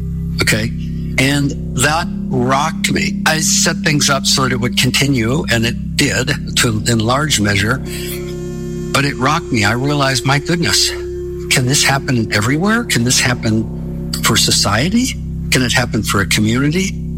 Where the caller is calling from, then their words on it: Port Townsend, Washington, United States; And I'm calling from Port Townsend, Washington.